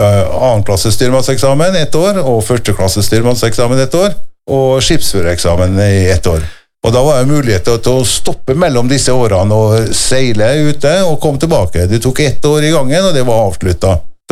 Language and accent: Norwegian; Kristiansund, Møre og Romsdal, Norway; jeg er fra Kristiansund